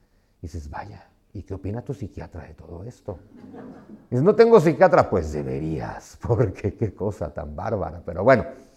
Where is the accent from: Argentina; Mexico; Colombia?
Mexico; cuando yo nací en México en 1975, crecí en la década de los 80